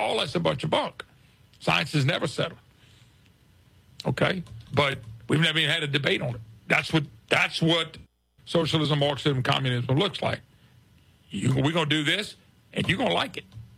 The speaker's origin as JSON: {"language": "English", "town": "Plaquemine", "region": "Louisiana", "country": "United States", "tie": "born or raised there", "also_born_or_lived": "Baton Rouge", "said": "I'm from the Plaquemine, Baton Rouge area. I tell people originally from Plaquemine. Finished school up here in Baton Rouge."}